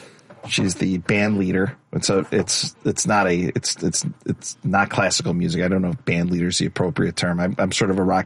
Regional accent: Lockport, Illinois, United States; also born or lived in Joliet; I was born in Joliet. It's the same vibe. It's the same ethic. It's the same aesthetic. You know, right. Lockport was an old oil town next to Joliet, which is an old steel town.

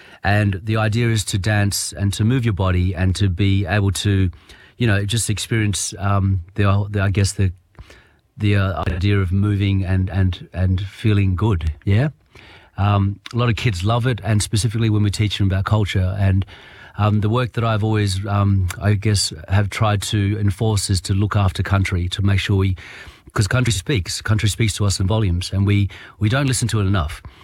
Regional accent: Western Australia, Australia; I'm man from the Kimberleys, and I tell them

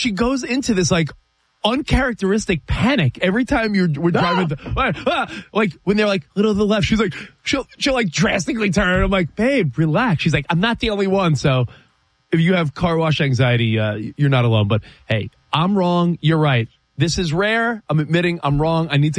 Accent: New York, United States; I feel like the New Yorker in me, because I'm born and raised in New York, is ashamed of me falling for that question.

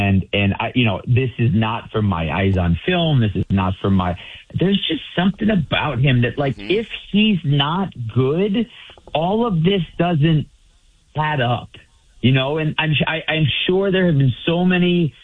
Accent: Michigan, United States; moved away as an adult; also born or lived in New York City; I'm not a New Yorker. I grew up in Michigan.

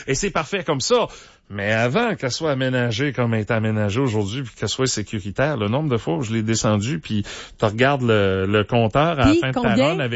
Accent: Quebec, Canada; un record de vitesse qui a été établi chez nous au Québec

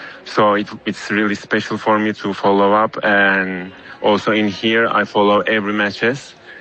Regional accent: Turkey; English is a second language; Yeah, I'm from Turkey, actually, and in there, people are really fanatic about football.

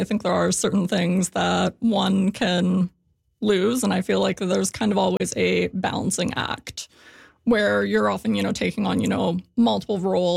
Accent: Alberta, Canada; I was raised in Alberta, and I was very much interested in kind of DIY punk and anarchist subcultures.

